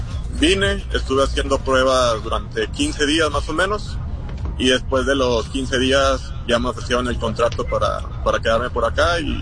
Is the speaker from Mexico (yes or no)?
yes; Mexico; moved away as an adult; now in Mongolia; fui el primer mexicano en llegar aquí a Mongolia, de hecho yo era el único latino del equipo